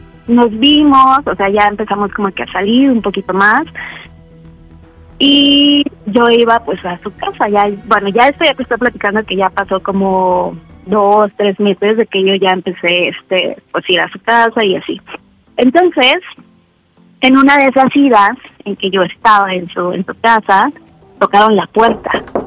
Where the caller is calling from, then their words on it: Mexico City, Mexico; Tengo 27 años, de la Ciudad de México.